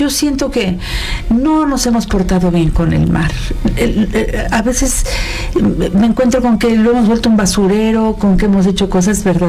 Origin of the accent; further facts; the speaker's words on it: Oaxaca, Mexico; Es que es usted mi paisano. Le capto perfectamente la forma de hablar de mis paisanos oaxaqueños.